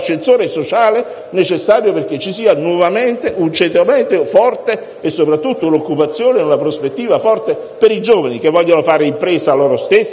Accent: Naples, Campania, Italy; Vengo da Napoli

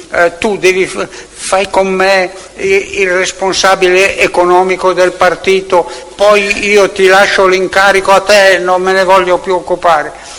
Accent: Milan, Lombardy, Italy; però io rimango a Milano, perché forse sono un milanese un po' testardo, ecco, e quindi ho voluto rimanere qui nella mia città.

